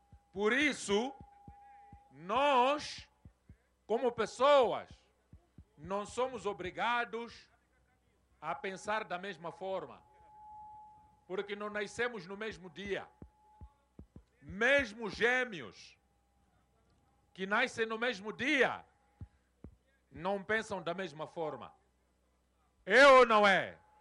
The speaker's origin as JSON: {"language": "Portuguese", "country": "Mozambique", "said": "O que nós temos que fazer como moçambicanos"}